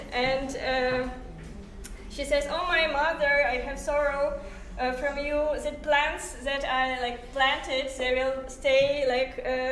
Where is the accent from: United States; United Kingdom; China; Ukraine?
Ukraine; English is a second language; I'm from Ukraine, and I prepared two traditional songs.